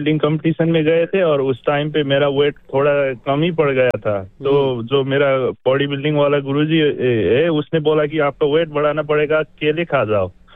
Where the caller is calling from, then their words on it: Nepal; Hindi is a second language; हम नेपाल से हैं तो भी हिंदी ऐसा बढ़िया बोल रहे हैं।